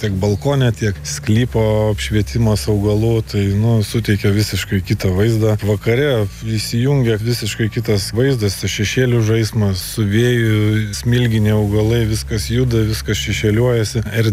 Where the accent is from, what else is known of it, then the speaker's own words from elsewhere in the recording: Kaunas County, Lithuania; Augau gamtoj, ten Kauno rajone, prie pat marių, tai ten visą laik būdavau gamtoj.